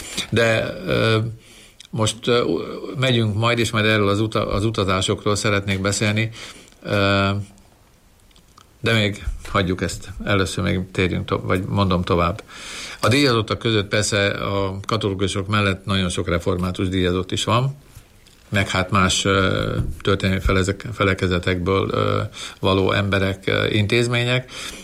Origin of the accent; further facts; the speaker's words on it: Budapest, Hungary; born there; én Budapesten születtem